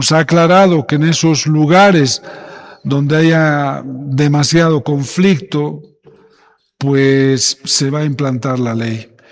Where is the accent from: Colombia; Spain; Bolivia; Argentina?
Bolivia; No podemos destruirnos así como bolivianos, no podemos seguir viviendo así.